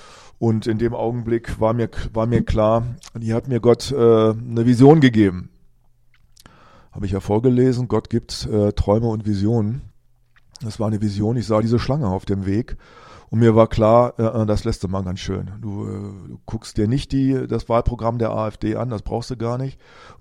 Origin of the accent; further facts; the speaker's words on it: Germany